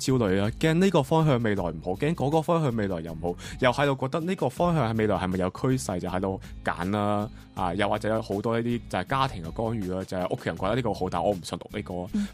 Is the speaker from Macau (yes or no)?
yes; Macau; 我是来自中国澳门的